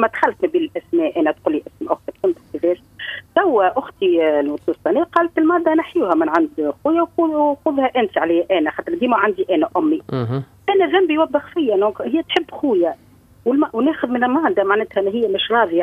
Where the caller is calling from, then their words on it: Tunisia; أنا من تونس.